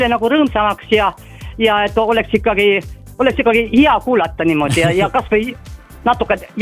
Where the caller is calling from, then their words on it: Pärnu, Pärnu County, Estonia; Pärnu-Eestist